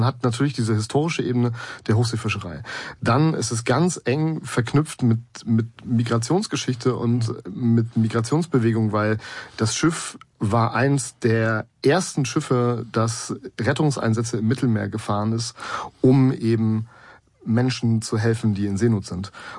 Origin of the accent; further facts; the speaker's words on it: Rostock, Mecklenburg-Vorpommern, Germany; Also ich bin 1989 in Rostock geboren und da hat meine ganze Familie väterlicherseits, also Onkel, Vater, Opa, die haben alle auf den Rostocker Werften gearbeitet.